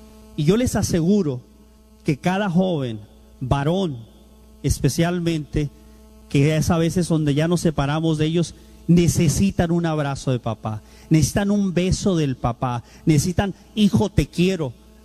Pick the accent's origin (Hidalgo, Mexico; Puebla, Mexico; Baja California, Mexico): Baja California, Mexico; Tijuana; born there; Yo nací aquí en Tijuana. Por supuesto, una madre soltera fue la que me crió.